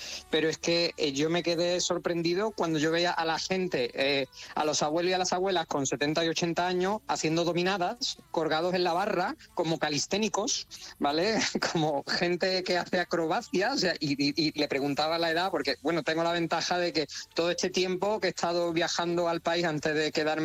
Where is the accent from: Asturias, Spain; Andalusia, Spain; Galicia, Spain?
Andalusia, Spain; Seville; yo soy sevillano, yo soy de Sevilla, y nosotros pues, tenemos mucho salero, guasa